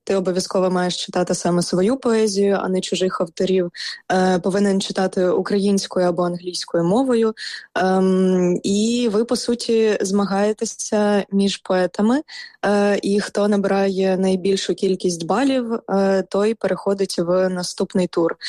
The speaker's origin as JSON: {"language": "Ukrainian", "region": "Crimea", "country": "Ukraine", "moved": "yes", "lives_now": "Western Ukraine", "said": "І третій я написала «Я з Криму». У 14-му я переїхала на захід України."}